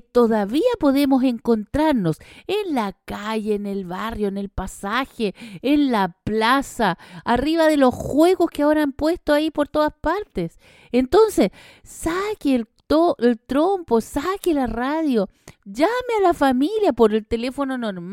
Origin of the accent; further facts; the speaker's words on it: Chile; esto es lo que somos nosotros como identidad chilena